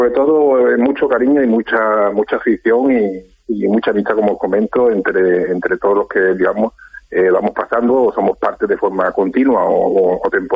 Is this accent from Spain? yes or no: yes; Campillos, Andalusia, Spain; la mayoría de las personas que componemos la formación somos de aquí, de la localidad.